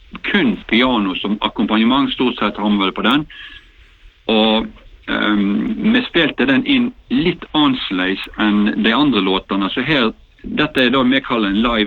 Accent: Austevoll, Vestland, Norway; når vi skulle ha plateslepp I kirken her hjemme I Austevoll, så hadde vi den helgen kun en konsert

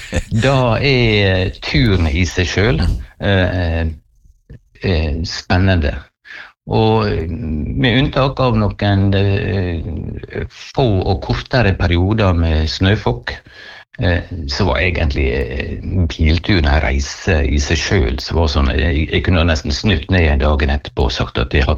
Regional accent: Møre og Romsdal, Norway; moved away; det klart at jeg er jo sunnmøring og kommer til å forbli sunnmøring.

